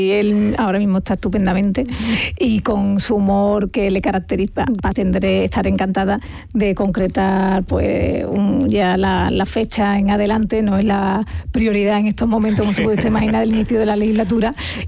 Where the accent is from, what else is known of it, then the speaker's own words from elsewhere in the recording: Andalusia, Spain; Yo estoy loca por Andalucía porque es mi tierra.